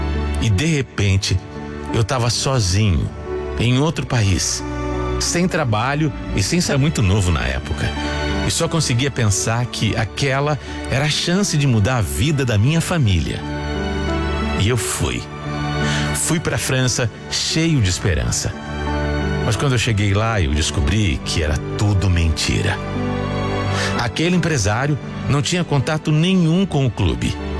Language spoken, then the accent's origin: Portuguese; Rio de Janeiro, Brazil; born there; Eu nasci no Rio de Janeiro e desde criança tinha, como muitos meninos, o sonho de ser jogador de futebol.